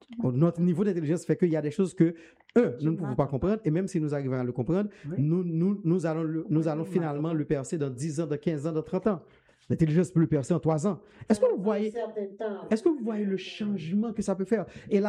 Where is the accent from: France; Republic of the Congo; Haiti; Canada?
Haiti; Je donne un exemple. Moi, je suis d'Haïti. Et une maison de 500 000 $ en Haïti, c'est une maison extraordinaire.